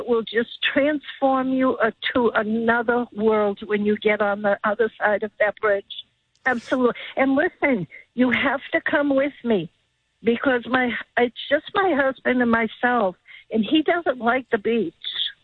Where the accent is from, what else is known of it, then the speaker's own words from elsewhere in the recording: Boston, Massachusetts, United States; now in Fort Myers, United States; I grew up in Boston.